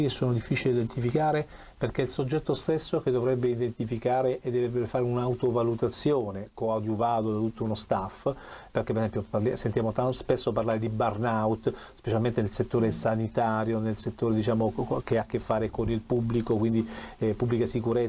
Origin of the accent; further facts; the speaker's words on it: Taranto, Apulia, Italy; perché anche io ho detto … ma non vengo da Assisi, anche io sono di Taranto